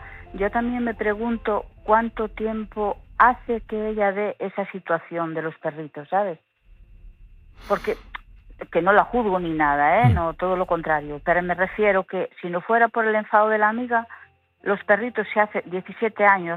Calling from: La Lanzada, Galicia, Spain; yo soy de Galicia, de La Lanzada, no sé si conoces esta zona, que es muy bonita.

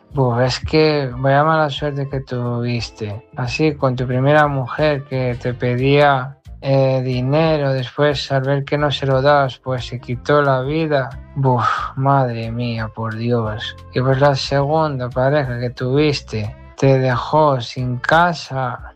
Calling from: Asturias, Spain; desde Asturias.

